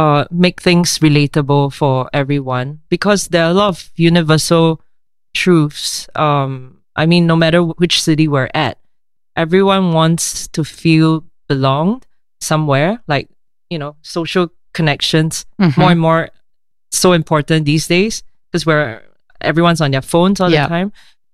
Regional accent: Singapore; now in Paris, France

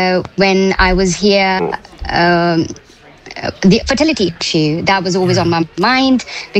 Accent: India; moved away as an adult; now in London, United Kingdom; So I was born and raised in India. I came over to the UK at the age of 22 in 2003 when I got married.

